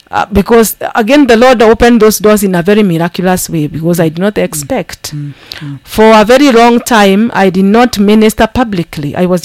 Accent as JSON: {"language": "English", "country": "Kenya", "first_language": "Kikuyu", "second_language": "English", "said": "Because if you listen to it and you are able to understand maybe my mother tongue, that is Kikuyu, you will be able to see the verses are talking about why were you created?"}